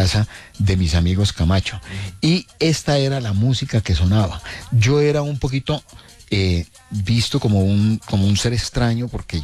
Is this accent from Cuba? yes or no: no; Quibdó, Chocó, Colombia; born there; also born or lived in Puerto Berrío; now in Bogotá, Colombia; cuando era niño, cuando estaba en Quibdó